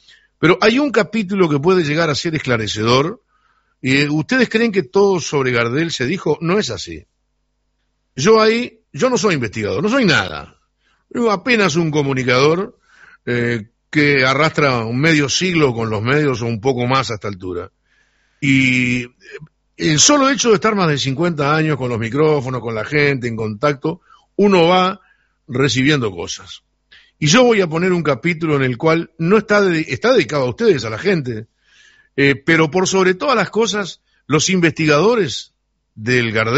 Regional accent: Sarandí del Yi, Durazno, Uruguay; born there; yo nací en Sarandí del G, el 5 de marzo del año 1960, en el hospital José María Sosa

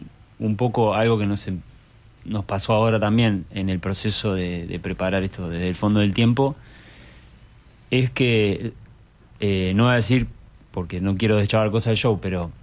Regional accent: Montevideo, Uruguay; yo sí soy de Malvin

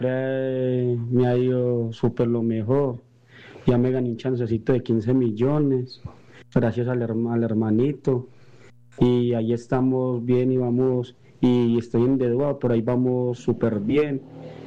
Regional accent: Santa Rosa de Cabal, Risaralda, Colombia; De Santa Rosa de Cabal.

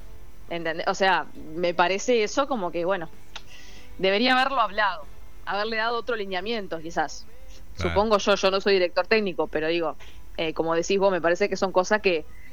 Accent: Uruguay; Somos uruguayos

